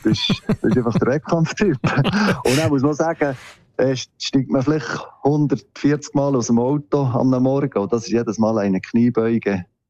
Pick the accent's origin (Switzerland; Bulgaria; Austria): Switzerland; Adelboden, Bern; Also ich trainiere eben bei uns in Adelboden.